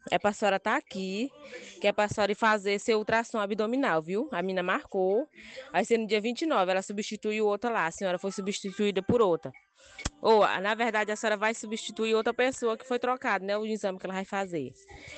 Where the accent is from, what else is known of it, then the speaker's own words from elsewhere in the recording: Alto Alegre do Pindaré, Maranhão, Brazil; sou de Alto Alegre, do Pindaré.